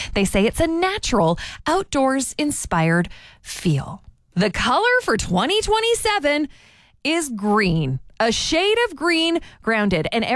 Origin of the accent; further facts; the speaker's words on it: Saskatchewan, Canada; I grew up in Saskatchewan and cheered on the Riders.